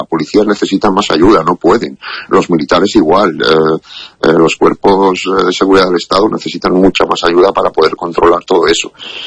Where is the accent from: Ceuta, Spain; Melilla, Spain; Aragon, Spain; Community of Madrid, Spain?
Ceuta, Spain; y nos lo estamos comiendo los ceutíes